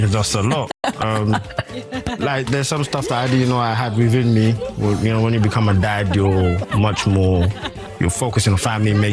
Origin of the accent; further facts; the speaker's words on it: London, United Kingdom; I was like, yeah, of course I'm from London. Where do you think I'm from?